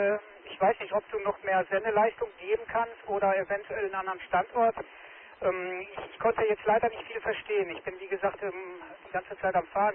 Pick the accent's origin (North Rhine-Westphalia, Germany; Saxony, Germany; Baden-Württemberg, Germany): North Rhine-Westphalia, Germany; Essen; Ja, meine Heimat, gut, ja, ist da Essen, ja.